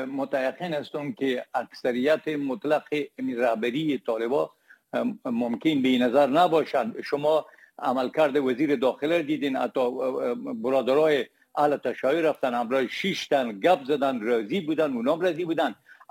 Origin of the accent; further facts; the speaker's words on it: Herat, Afghanistan; من خود که از هرات هستم